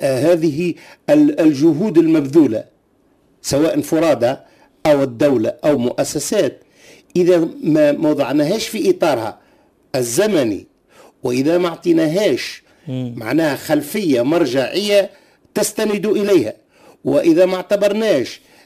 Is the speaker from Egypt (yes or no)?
no; South, Tunisia; انا ابن الجنوب وادرك ما اقول، حينما ارى منطقة المناجم على ما هي عليه